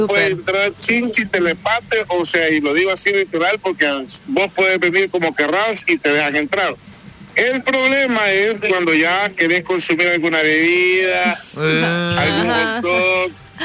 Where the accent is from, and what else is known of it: El Salvador